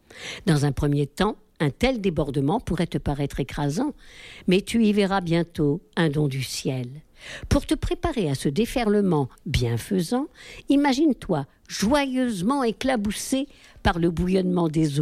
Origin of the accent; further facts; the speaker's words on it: Saint-Denis, Île-de-France, France; born there; accompagné la victoire de l'équipe de France à l'issue de la finale de la Coupe du Monde à Saint-Denis, ma ville natale.